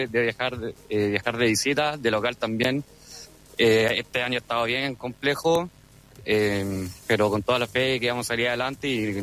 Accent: Talca, Maule, Chile; moved away as an adult; now in Santiago, Chile; Talquino de toda la vida. Bueno, a los 18 años me fui a estudiar a Santiago, pero siempre siguiendo a Rangers a todos lados.

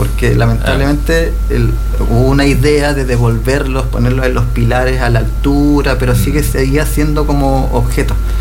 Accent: Buenos Aires, Argentina; Y yo como porteño, mi abuela me decía que yay yay, por ejemplo, es viento.

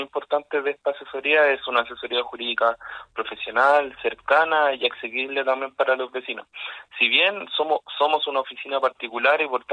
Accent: Maule, Chile; yo soy nacido y criado en Maule, tengo un vínculo real con la comunidad

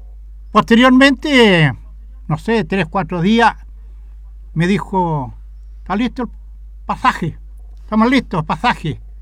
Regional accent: Cauquenes, Maule, Chile; mi tierra cauquenina

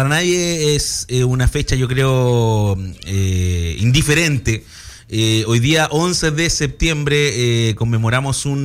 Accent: Chile; volver a sentirnos que todos somos chilenos

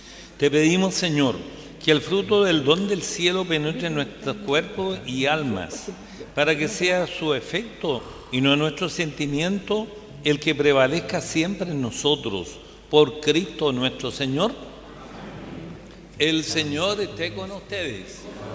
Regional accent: Chile; nosotros los que somos chilenos.

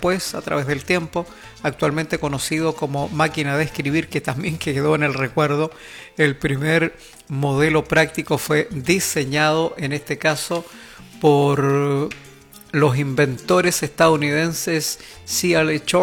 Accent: Chile; Chile, nuestro país.

